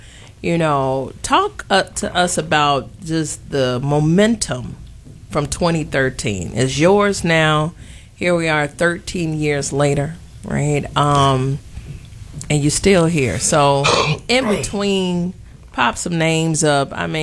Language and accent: English; Chicago, Illinois, United States; born or raised there